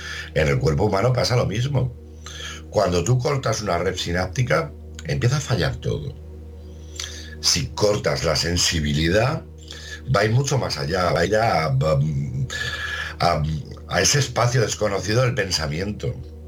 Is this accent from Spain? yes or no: yes; Spain; Y soy español.